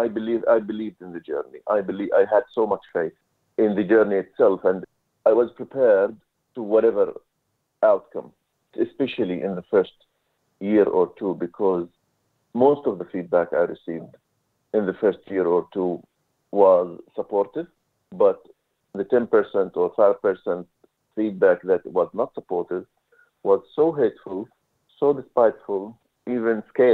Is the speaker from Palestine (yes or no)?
yes; Palestine; now in Australia; I am from Palestine, I am interested in an Arabic speaking program.